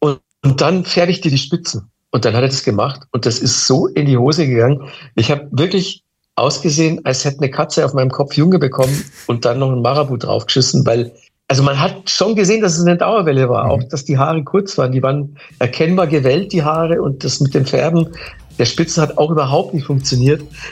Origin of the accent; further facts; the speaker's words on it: Manching, Bavaria, Germany; Und mein Onkel Hans ist ja Friseur in Manching, wo ich aufgewachsen bin.